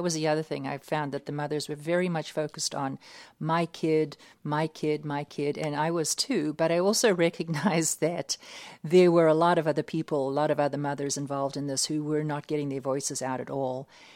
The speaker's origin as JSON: {"language": "English", "country": "United States", "said": "I'm here. I'm here. I'm an American."}